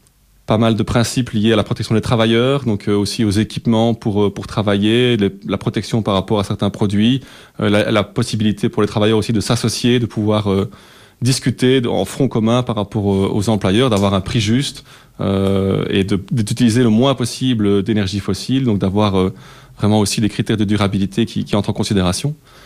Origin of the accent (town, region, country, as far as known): Belgium